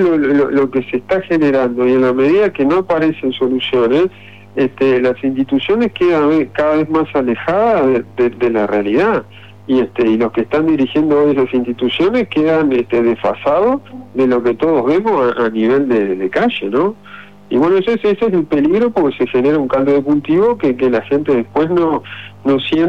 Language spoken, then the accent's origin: Spanish; Uruguay